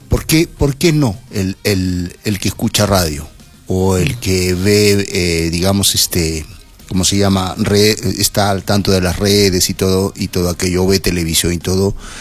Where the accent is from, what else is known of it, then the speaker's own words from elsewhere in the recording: Peru; todos somos peruanos y peruanas.